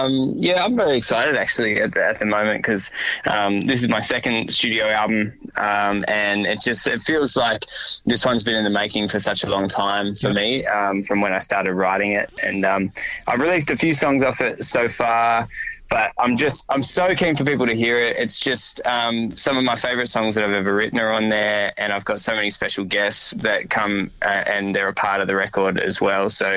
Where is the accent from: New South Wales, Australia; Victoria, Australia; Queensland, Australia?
New South Wales, Australia; Central Coast; my hometown on the Central Coast, New South Wales